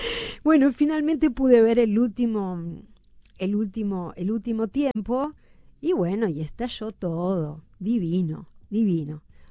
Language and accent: Spanish; Buenos Aires, Argentina; now in Uruguay; mis orígenes son de la orilla de enfrente, soy argentina. Más que argentina, soy de Villa Urquiza, lo cual es parecido, pero diferente.